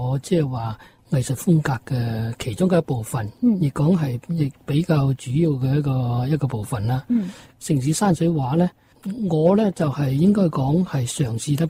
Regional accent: Guangzhou, Guangdong, China; born there; moved away

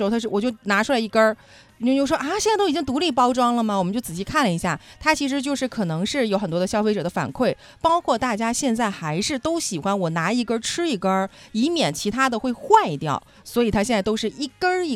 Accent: Shenyang, Liaoning, China; 比如我是沈阳长大的

